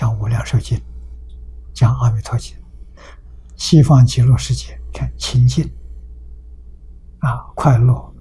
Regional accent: China; also born or lived in California, United States; 这个一点是外国人比我们中国人做得好啊，外国邻居不认识，哎，他跟你见了面会给你点个头啊，会给你打招呼，在中国没有。我住在加州的时候，住的时间久了

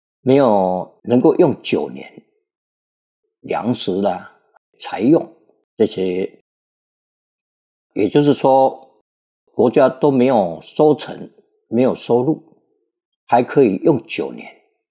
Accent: China; 我们中国人

